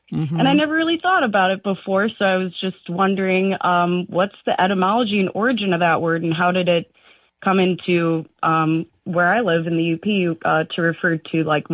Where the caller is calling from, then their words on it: Marquette, Michigan, United States; I'm calling from Marquette, Michigan.